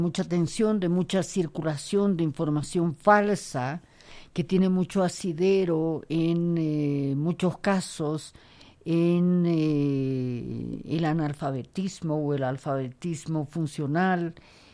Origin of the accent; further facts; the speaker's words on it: Bolivia; Somos también bolivianos